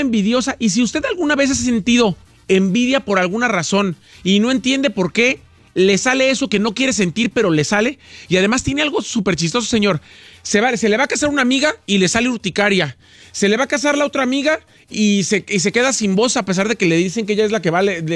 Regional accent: Mexico; nosotros como mexicanos o la cultura mexicana, no tenemos la cultura del psicólogo.

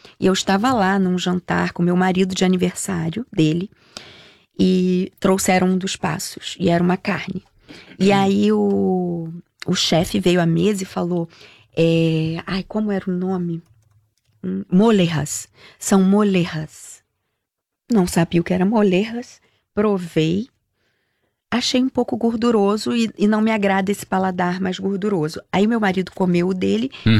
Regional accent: Rio de Janeiro, Brazil; E como uma boa carioca que sou

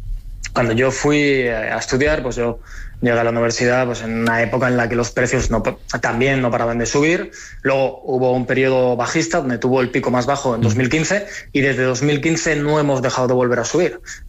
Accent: Altea, Valencian Community, Spain; moved away as an adult

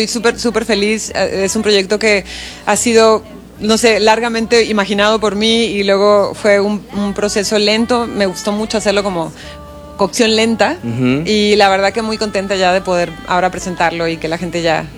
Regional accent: northern Mexico, Mexico; moved away; also born or lived in Argentina; del norteña del disco soy yo, que soy norteña.

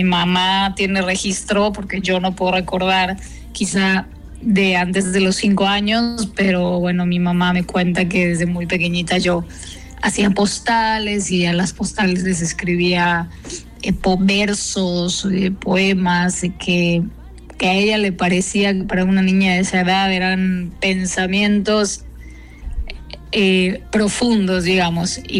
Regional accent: San Felipe, Yucatán, Mexico; desde mi infancia allá en San Felipe, en el puerto, en este puerto hermoso de aquí de la península de Yucatán

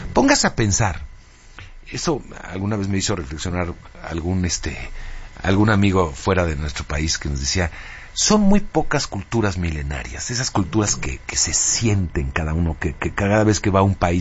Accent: Mexico; a lo mejor porque soy mexicano

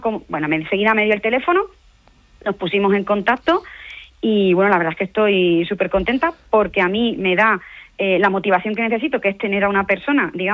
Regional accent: San Fernando, Andalusia, Spain; moved away as an adult; also born or lived in Menorca; now in Albacete, Spain; Yo nací en Cádiz, bueno, nací en San Fernando, estudié la carrera, soy enfermera. No tuve la oportunidad de poder trabajar allí en el Sistema Nacional de Salud, me tuve que ir a Menorca. Por circunstancias de la vida, me tuve que venir aquí a Albacete. Desde hace 19 años

